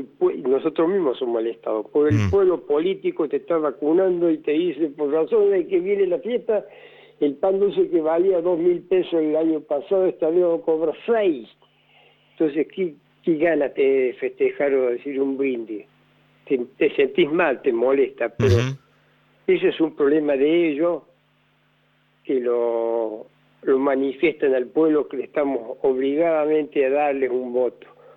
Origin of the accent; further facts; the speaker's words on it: Córdoba, Argentina; Pero no, yo soy del barrio Alta Córdoba.